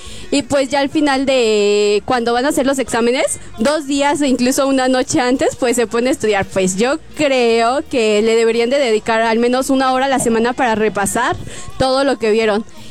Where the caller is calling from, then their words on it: San Simón del Alto, State of Mexico, Mexico; Saludos a todos allá en mi pueblito, San Simón del Alto.